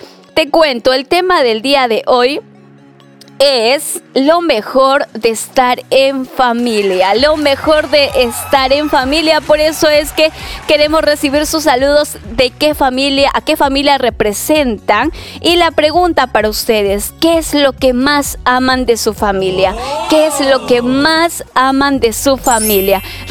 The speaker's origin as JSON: {"language": "Spanish", "country": "Peru", "said": "más peruanos que la papa, somos súper peruanos."}